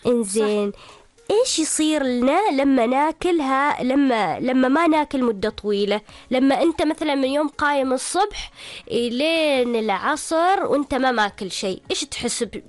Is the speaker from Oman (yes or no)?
yes; Oman